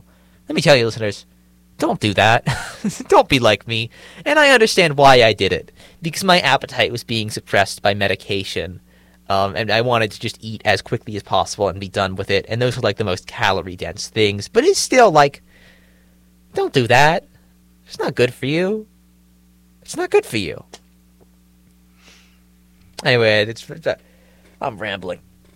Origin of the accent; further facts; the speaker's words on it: Rockville, Maryland, United States; moved away; I come from Rockville, and Rockville's got a pretty high Asian population.